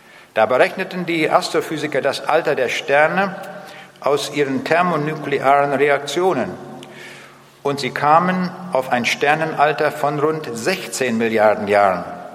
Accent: Braunschweig, Lower Saxony, Germany; Ich sage, ich komme aus Braunschweig und ich fahre nach Augsburg.

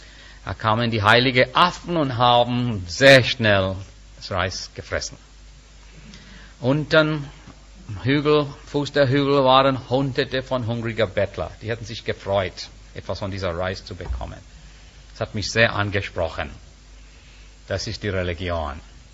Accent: India; Liebe Freunde, als Inder Ich brauchte die Bibel nicht.

